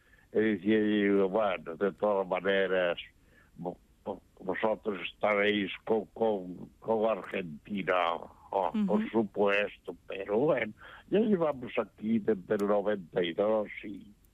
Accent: Galicia, Spain; accent: Galician; eu son galego falante, teño, ai, é un acento bonito.

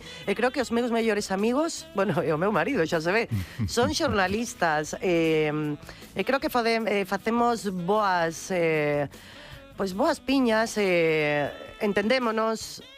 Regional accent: Cedeira, Galicia, Spain; also born or lived in Ferrol; Ainda que o problema é que nacín en Ferrol, pero sempre bueno, digo que nacín en Cedeira. Pero, claro, cando me miran o meu DNI, ti eres de Ferrol. E digo, sí, sí, sinto moita honra por Ferrol, sí, pero son de Cedeira.

